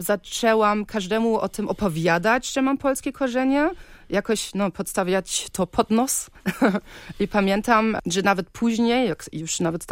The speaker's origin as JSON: {"language": "Polish", "country": "Germany", "tie": "born there", "second_language": "Polish"}